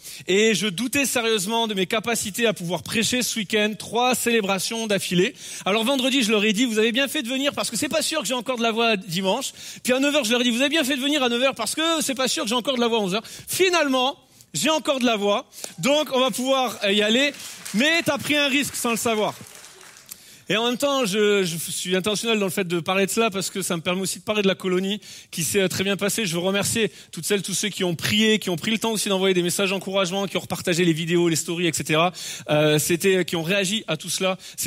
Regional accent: Bordeaux, Nouvelle-Aquitaine, France; je suis bordelais.

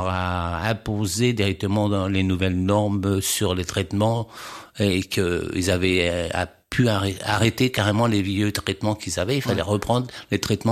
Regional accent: Chartres, Centre-Val de Loire, France; Oui, je suis originaire de Chartres, je suis né à Rechèvre comme on dit.

